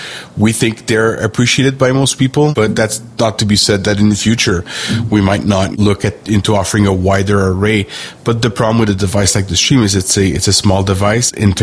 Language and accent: English; Canada; because I am a Canadian. So for my fellow Canadian